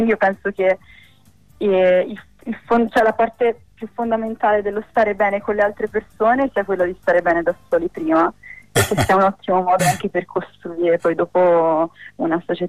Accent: Florence, Tuscany, Italy; born there; Sì, io sono nata a Firenze.

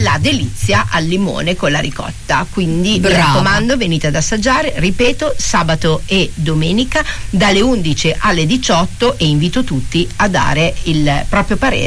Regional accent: Bologna, Emilia-Romagna, Italy; born there; perché io sono nata a Birra Bologna. Nella zona prima dell'aeroporto.

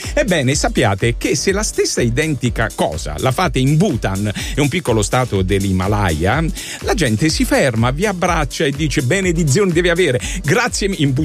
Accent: Apulia, Italy; dalle nostre parti, in Italia, in Puglia

